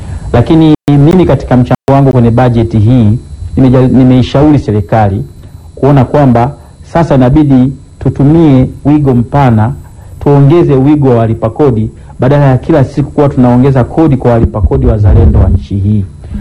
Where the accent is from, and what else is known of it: Tanzania